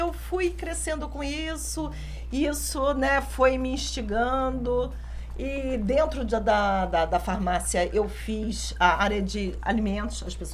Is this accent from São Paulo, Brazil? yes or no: no; Rio de Janeiro, Brazil; moved away as an adult; now in Cabo Frio, Brazil; eu sou do Rio, mas moro aqui em Cabo Frio há 16 anos.